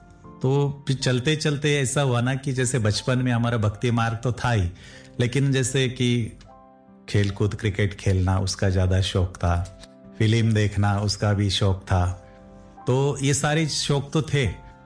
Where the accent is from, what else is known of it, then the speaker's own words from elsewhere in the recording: Shrirampur, Maharashtra, India; born there; और मेरा लौकिक जो जन्म है वो महाराष्ट्र में अहमदनगर डिस्ट्रिक्ट में श्रीरामपुर तहसील में हुआ 1975 में।